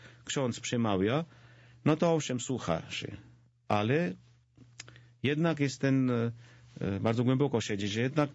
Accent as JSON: {"language": "Polish", "country": "Georgia", "also_born_or_lived": "Warsaw, Poland", "second_language": "Polish", "said": "Ale o mnie, ponieważ jestem Gruzinem, to była ta konkretna prośba."}